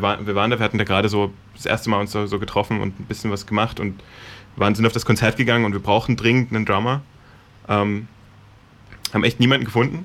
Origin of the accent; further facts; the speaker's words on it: Dresden, Saxony, Germany; now in Berlin, Germany; Ich komme aus Dresden.